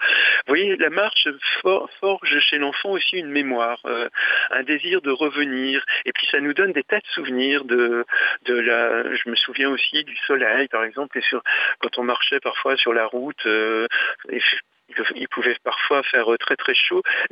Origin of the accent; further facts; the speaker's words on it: Le Mans, Pays de la Loire, France; J'ai grandi au Mans, hein, oui, petite ville ouvrière